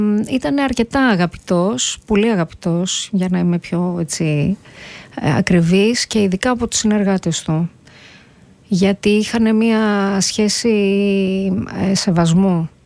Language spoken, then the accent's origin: Greek; Greece; σαν Ελληνίδα πολίτης